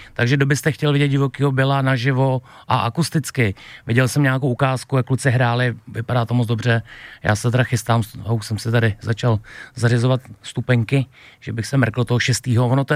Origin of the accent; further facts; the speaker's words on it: Hradec Králové Region, Czechia; začínají právě v Hradci Králové, což je u nás kousek, kde odkud pocházím já